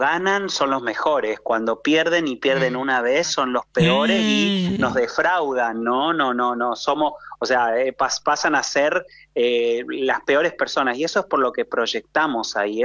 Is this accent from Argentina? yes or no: yes; Argentina; Ahí sí es como que podemos decir somos argentinos